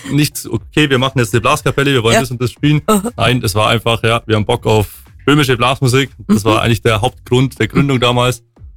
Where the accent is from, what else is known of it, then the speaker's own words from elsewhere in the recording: Bavaria, Germany; genau die Region, in der wir beide aufgewachsen sind und eigentlich auch von uns der Großteil direkt so herkommt.